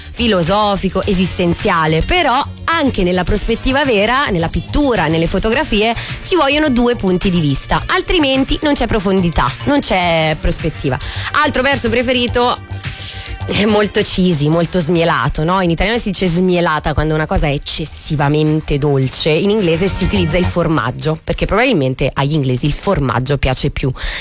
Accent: Sansepolcro, Tuscany, Italy; Io vengo da Sansepolcro, che è una cittadina famosa soprattutto perché vorrei che fosse famosa per me, ma non sono nessuno, è famosa per Piero della Francesca

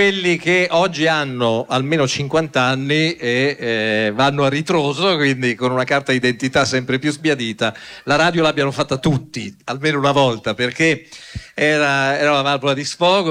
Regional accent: Genoa, Liguria, Italy; moved away as an adult; Io sono ligure e stavo a Genova, ci sono stato fino al 1980

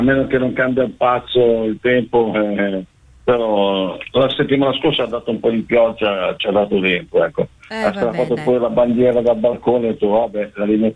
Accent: Friuli-Venezia Giulia, Italy; Però sono originario della provincia del Pordenone.

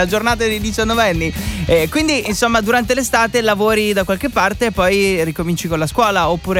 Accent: Udine, Friuli-Venezia Giulia, Italy; anch'io sono di Udine, molto più in alto però

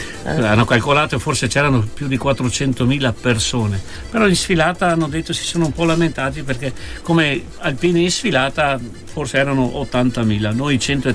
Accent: Veneto, Italy; Vorrei dirti che noi da veneti, che noi da nordisti, si chiamano

